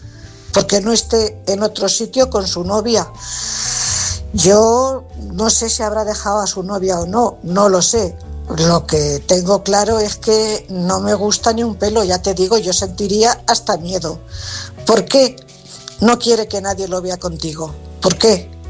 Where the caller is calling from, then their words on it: Cuenca, Castilla-La Mancha, Spain; Buenas noches … corresponsal de Cuenca.